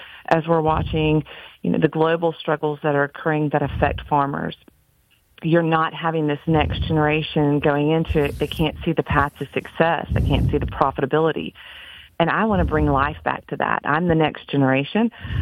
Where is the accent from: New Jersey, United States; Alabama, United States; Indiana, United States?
Alabama, United States; I'm from Baldwin County, Alabama, and my family has been farming here in Alabama for 120 years.